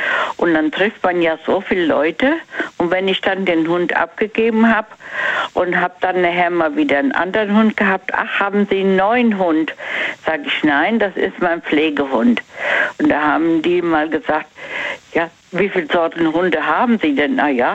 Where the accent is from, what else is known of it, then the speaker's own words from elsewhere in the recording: Mainz, Rhineland-Palatinate, Germany; Von Mainz.